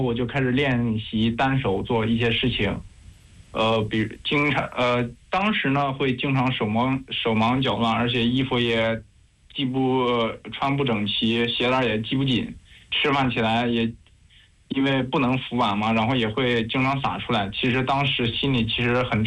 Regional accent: Anguo, Hebei, China; born there; moved away as an adult; now in Tumxuk, Xinjiang, China; 我是2001年6月出生在河北安国，是一名共产党员。

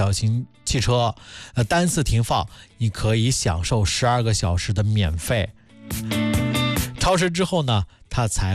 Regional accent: Handan, Hebei, China; moved away; 像我的老家邯郸啊

